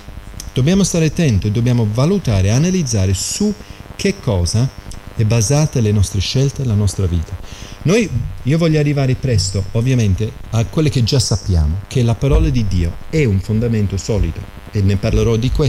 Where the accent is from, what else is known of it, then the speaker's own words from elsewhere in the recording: Scotland, United Kingdom; Italian is a second language; moved away as an adult; now in Italy; io sono scozzese